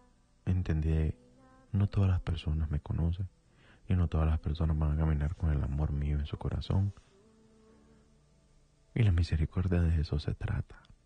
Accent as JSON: {"language": "Spanish", "town": "San Marcos de Colón", "region": "Choluteca", "country": "Honduras", "moved": "yes", "said": "allá en San Marcos de Colón, Choluteca. No en Choluteca, me dicen a mí, ¿de dónde sos? De San Marcos de Colón. De departamento de Choluteca"}